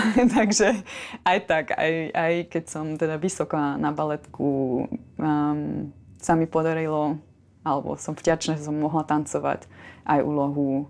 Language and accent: Slovak; Austria; Slovak is a second language; moved away as an adult; now in Slovakia; čo sme tu štyria z Rakúska, sme sa asi pomerne dobre naučili po slovensky